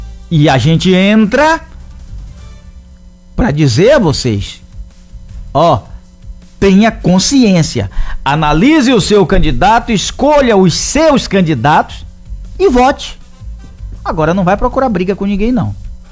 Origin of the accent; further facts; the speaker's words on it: Salvador, Bahia, Brazil; Porque quando eu era pequeno lá em Paripe, eu lembro que a torcida aqui era Bahia e Vitória.